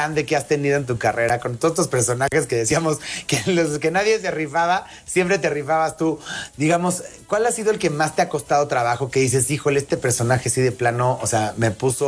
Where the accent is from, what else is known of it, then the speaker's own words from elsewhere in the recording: Mexico; no solamente nos han encantado a nosotros como mexicanos